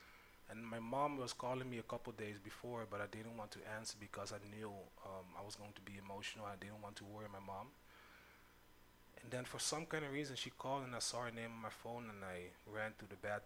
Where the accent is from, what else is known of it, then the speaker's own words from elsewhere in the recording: Sint Eustatius, Caribbean Netherlands; hey, I'm from this island. Like, you remember, I'm from Stacia, and they have a lot of talent here.